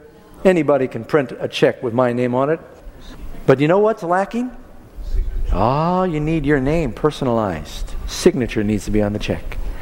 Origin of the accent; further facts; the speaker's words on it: New York City, New York, United States; I grew up in New York City